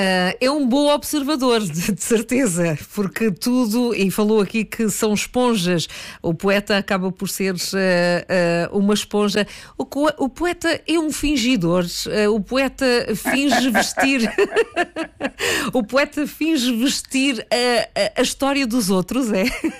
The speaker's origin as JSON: {"language": "Portuguese", "town": "Montijo", "region": "Setúbal", "country": "Portugal", "tie": "born or raised there", "said": "Ali para os lados da minha terra, para o Montijo."}